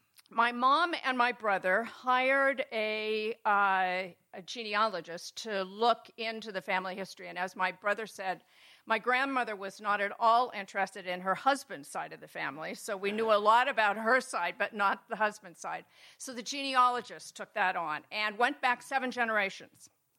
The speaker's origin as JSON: {"language": "English", "town": "Warren", "region": "Ohio", "country": "United States", "tie": "born or raised there", "said": "So when I grew up in Warren, Ohio, I never felt like I belonged. My parents came there for jobs during the Depression."}